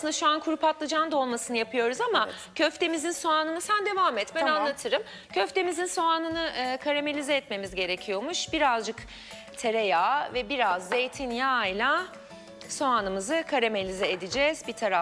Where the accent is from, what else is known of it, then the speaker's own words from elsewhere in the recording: Aydın, Turkey; Benim memleketimin narları da verir o ekşi tadı. Ne? Aydın'da.